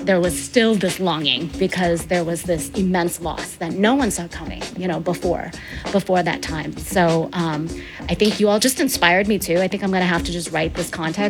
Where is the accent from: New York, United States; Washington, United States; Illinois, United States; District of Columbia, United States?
Washington, United States; Olympia; he ended up in Olympia, Washington, which is my hometown.